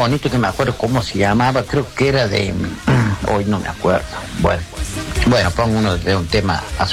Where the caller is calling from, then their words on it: La Toma, San Luis, Argentina; yo soy … de acá la toma. Acá la toma